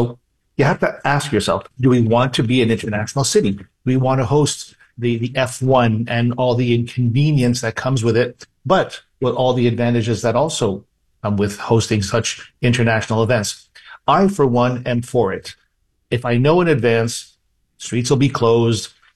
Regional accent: Montreal, Quebec, Canada; every time we travel, people say, hey, where are you from? You say Montreal.

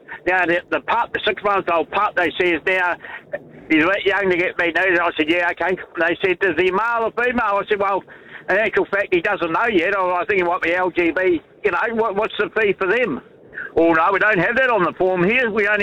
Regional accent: Canterbury, New Zealand; I was actually born and bred in One Eye Cantabrian. And I was brought up in that Brighton area. So I like hearing the old stories from down there.

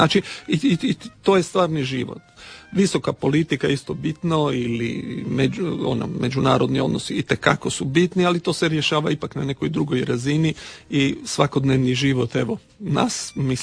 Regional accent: Istria County, Croatia; mogu reći da sam i kao Istrijan i ponosan na to.

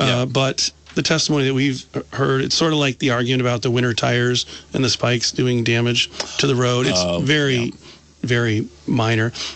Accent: Brandon, Vermont, United States; also born or lived in Rutland; I was born in Rutland, raised in Brandon

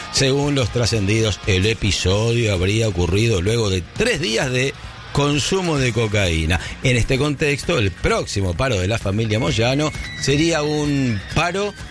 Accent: Argentina; Somos argentinos, sí.

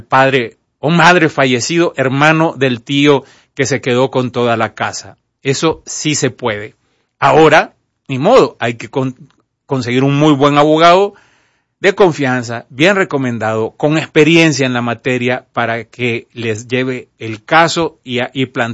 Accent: Guatemala; moved away; Nunca pensé que iba a pasar esto en mi país

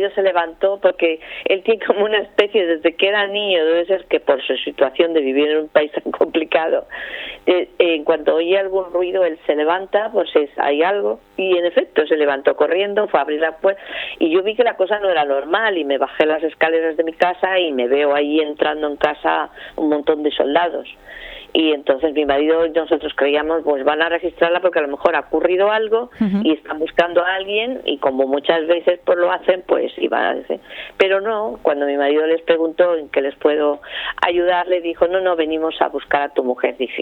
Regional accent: Spain; porque soy española y yo defiendo el dinero que dan de mi país, uh-huh, porque sé que es de mi pueblo.

